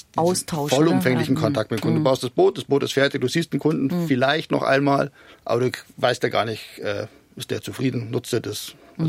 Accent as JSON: {"language": "German", "region": "Bavaria", "country": "Germany", "tie": "born or raised there", "said": "ich bin aufgewachsen am See. Das heißt, also nicht direkt, nicht leider nicht erste Reihe am See, aber sagen wir zweite Reihe."}